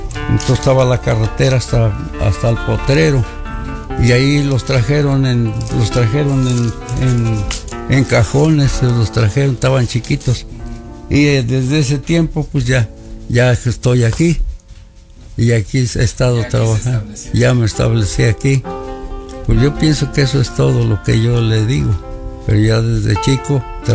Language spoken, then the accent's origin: Spanish; Cazotitlán, Hidalgo, Mexico; moved away as an adult; also born or lived in Zacatlán; now in San Bartolo, Mexico; Pero yo no soy de aquí, soy de Cazotitlán, Hidalgo.